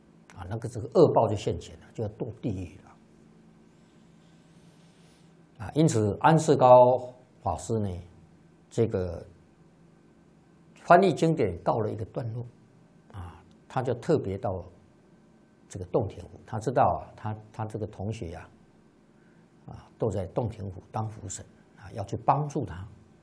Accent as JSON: {"language": "Chinese", "country": "China", "said": "在我们中国人的习惯来讲"}